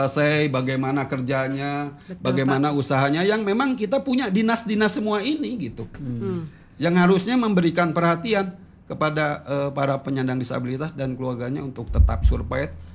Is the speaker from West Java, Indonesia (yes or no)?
yes; West Java, Indonesia